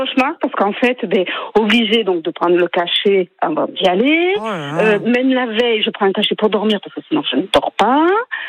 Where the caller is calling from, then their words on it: Gignac, Occitanie, France; Oui, voilà, je suis à Gignac.